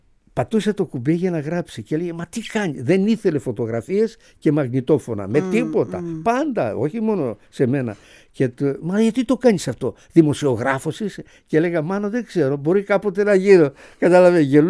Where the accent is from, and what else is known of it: Greece